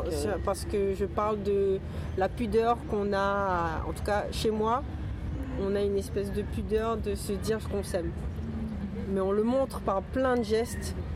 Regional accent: Réunion; Pour moi, en tant que réunionnaise, la musique, ça représente l'amour.

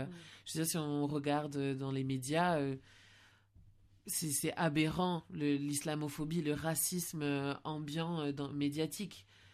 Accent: Réunion; alors que je viens de la Réunion

